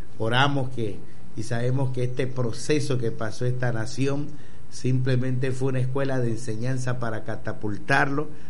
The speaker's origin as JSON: {"language": "Spanish", "country": "Ecuador", "lives_now": "Esmeraldas, Ecuador", "said": "Soy de Ecuador. Estoy en la ciudad de Esmeralda, en la cabecera cantonal y también en la cabecera o en la ciudad principal de esa provincia"}